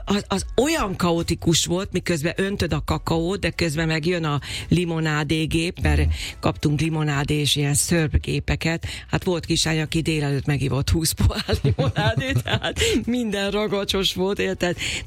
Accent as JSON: {"language": "Hungarian", "town": "Makó", "region": "Csongrád-Csanád", "country": "Hungary", "said": "Pénteken egész nap a Kalandparkban voltunk, otthon Makón, a Marosparton, hát ugye nekem az idillikus mindenem"}